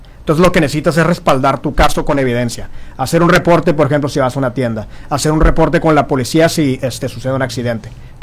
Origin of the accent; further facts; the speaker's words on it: Tijuana, Baja California, Mexico; John es en San Diego, yo crecí en Tijuana. Entonces realmente entendemos esa dinámica tan única que existe en esta región, ¿no?